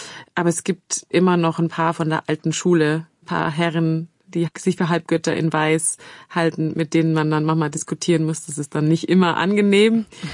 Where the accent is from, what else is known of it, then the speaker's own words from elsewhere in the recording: Passau, Bavaria, Germany; In Passau direkt.